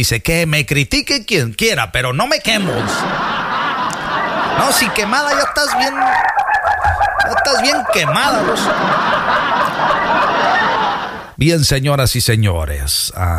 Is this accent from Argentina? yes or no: no; Veracruz, Mexico; yo soy de oro, y yo soy jarocho.